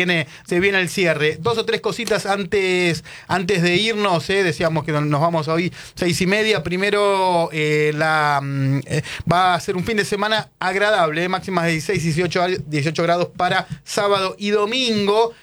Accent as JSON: {"language": "Spanish", "country": "Argentina", "said": "somos todos argentinos."}